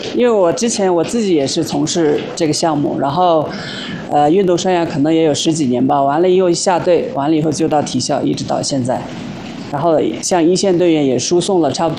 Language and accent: Chinese; Tibet, China; 因为我们西藏人口少，然后可能不像内地